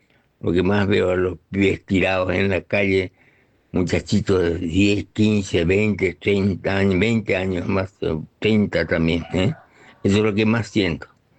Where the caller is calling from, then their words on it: Formosa, Argentina; de Formosa.